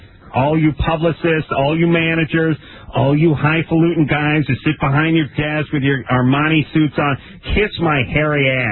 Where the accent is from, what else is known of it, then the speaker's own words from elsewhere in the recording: Los Angeles, California, United States; I grew up in North Hollywood and I always followed the Dodgers.